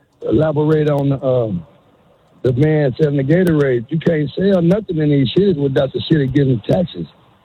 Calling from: Dallas, Texas, United States; up in Dallas, Texas.

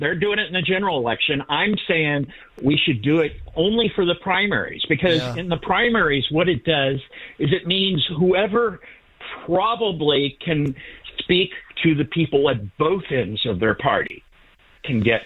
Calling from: Massachusetts, United States

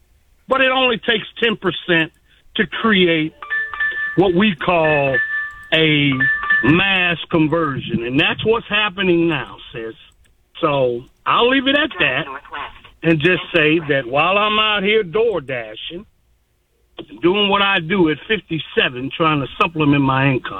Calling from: Cotton Valley, Louisiana, United States; I'm from Cotton Valley, Louisiana. I can go back to 1780, touch the grave of my paternal forebears.

